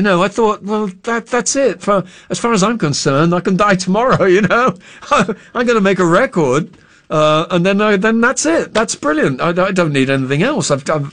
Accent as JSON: {"language": "English", "region": "England", "country": "United Kingdom", "moved": "yes", "lives_now": "Brazil", "said": "as an Englishman"}